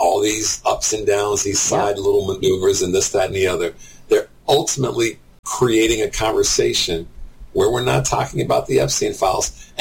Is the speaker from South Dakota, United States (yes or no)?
no; Chicago, Illinois, United States; also born or lived in Michigan; so I grew up in Chicago and the Midwest, and in Chicago and southwestern mm-hmm. Michigan. And frankly, you know, I'm a Midwestern guy.